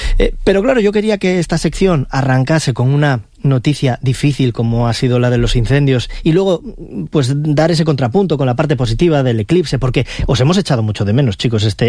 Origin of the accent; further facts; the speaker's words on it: Castile and León, Spain; semanas en El Bierzo, en mi tierra